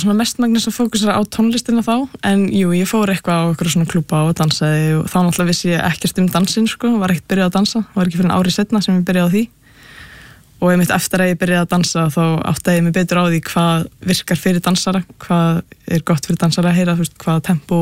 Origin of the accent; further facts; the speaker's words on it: Capital Region, Iceland; Nei, ég er hérna, ég er ættu að vestan ég úlst upp bara hérna bara á höfburgarsvæðinu sko.